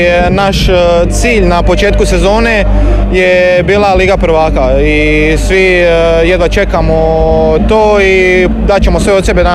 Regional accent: Slavonia, Croatia; moved away as an adult; now in Omiš, Croatia; kad se dođe ovdje kao Slavonac

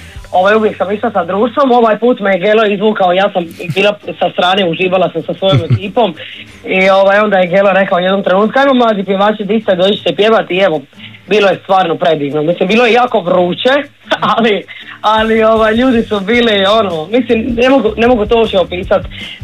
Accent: Sinj, Split-Dalmatia County, Croatia; now in Zagreb, Croatia; ja sam iz Sinja, podao u Zagrebu

